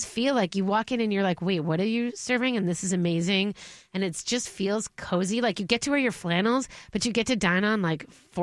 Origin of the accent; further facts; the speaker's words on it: Minnesota, United States; like, I feel like there is a, you know, like a real joy of being a Minnesotan.